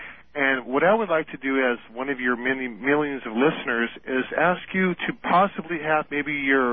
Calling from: Los Angeles, California, United States; from San Pedro, which is in the Southern California area.

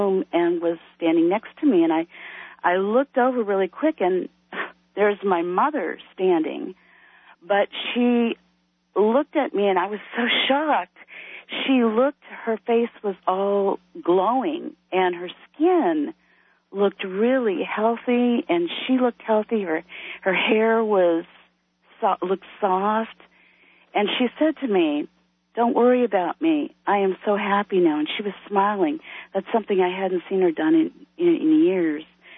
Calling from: Jonesboro, Arkansas, United States; I'm calling from Jonesboro, Arkansas.

